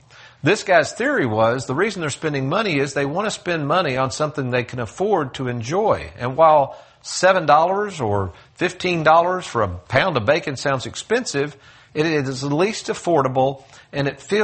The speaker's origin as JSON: {"language": "English", "town": "Lexington", "region": "Kentucky", "country": "United States", "tie": "born or raised there", "moved": "yes", "said": "the same little house I grew up in Lexington, Kentucky"}